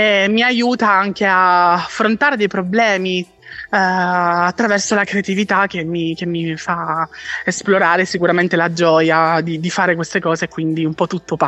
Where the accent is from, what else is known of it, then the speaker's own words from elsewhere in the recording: Catania, Sicily, Italy; io provengo da Catania ed è una città molto, molto viva